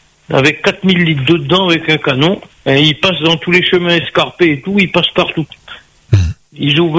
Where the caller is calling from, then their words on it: Occitanie, France; chez moi, à Lourmes, il fait 36 degrés.